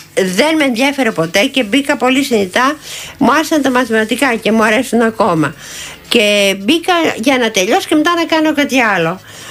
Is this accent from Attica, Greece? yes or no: yes; Athens, Attica, Greece; born or raised there